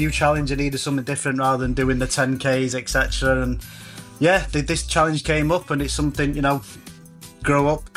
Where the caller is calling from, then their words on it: Sheffield, Yorkshire and the Humber, United Kingdom; I'm calling from Sheffield. Yeah, we're in Sheffield at the minute.